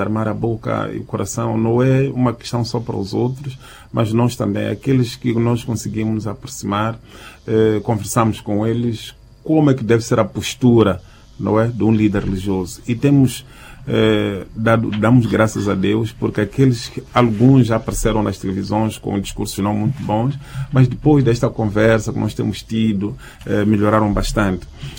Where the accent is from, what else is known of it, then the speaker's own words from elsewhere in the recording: Mozambique; Nós percebemos que nós, como moçambicanos, é possível nos unirmos.